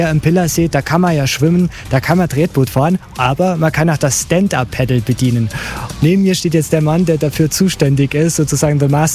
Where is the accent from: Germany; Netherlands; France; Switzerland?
Germany; now in Austria; das lerne ich auch immer als Deutscher hier dazu